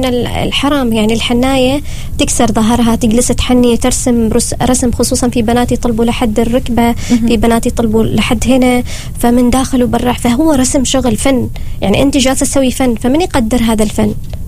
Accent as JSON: {"language": "Arabic", "country": "Oman", "said": "هو فعلا رخيص عندنا في عمان"}